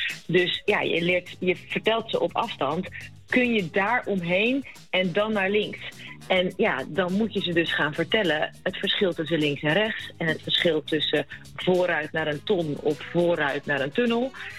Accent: Netherlands; Nou is het ook wel een beetje zo, wij zijn Nederlanders. Wij zijn van nature best een beetje luidruchtig en aanwezig.

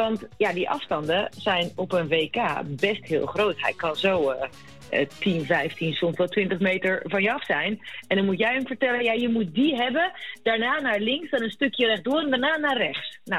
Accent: Netherlands; Nou is het ook wel een beetje zo, wij zijn Nederlanders. Wij zijn van nature best een beetje luidruchtig en aanwezig.

